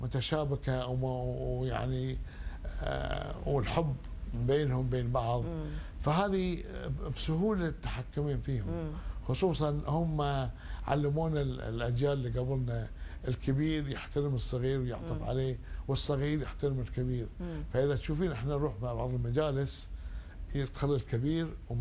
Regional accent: Bahrain; انا يوم كنت صغير في المدرسه في البحرين يعني كان عمري خلينا نقول 10 سنوات 11 سنه

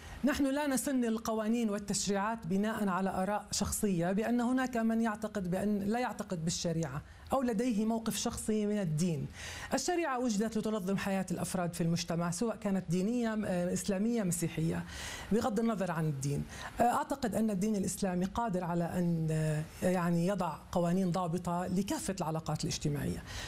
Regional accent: Jordan; أنا امرأة أردنية متزوجة ولدي

